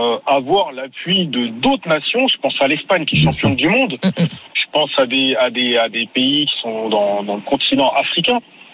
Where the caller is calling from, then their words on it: Mali; moi je suis originaire du Mali.